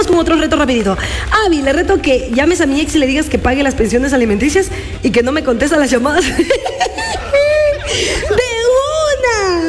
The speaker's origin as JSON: {"language": "Spanish", "region": "Loja", "country": "Ecuador", "said": "Yo soy Lojano, pues obviamente."}